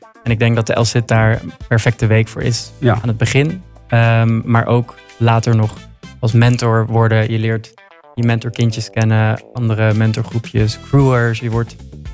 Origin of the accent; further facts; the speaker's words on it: Leiden, South Holland, Netherlands; moved away; Ik kom wel uit Leiden. Mijn familie komt hier ook vandaan. Ik heb er niet altijd gewoond, maar ik ben nu weer terug.